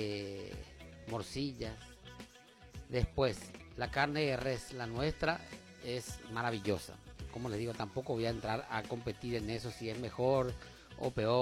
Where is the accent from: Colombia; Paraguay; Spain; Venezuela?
Paraguay